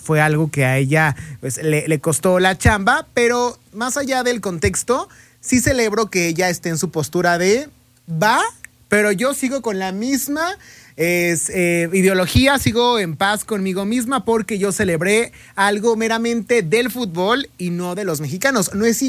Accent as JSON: {"language": "Spanish", "country": "Mexico", "said": "O sea, como mexicanos hacemos eso con un equipo que quizá haya hecho algo parecido"}